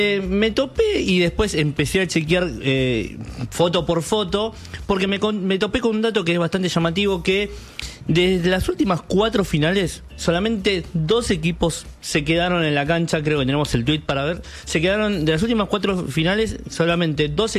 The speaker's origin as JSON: {"language": "Spanish", "country": "Argentina", "said": "somos argentinos, latinoamericanos y sobre todo tenemos muchísima sangre en las venas."}